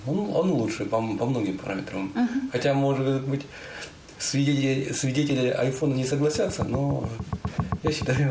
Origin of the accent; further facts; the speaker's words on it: Yalutorovsk, Tyumen Oblast, Russia; Дошкольное мое детство было в Имбаевском детском доме. У меня родители умерли рано, поэтому меня отправили в Имбаевский детский дом. Потом меня переправили в школу, вот. Школу номер 26 раньше она называлась, города Ялуторовска.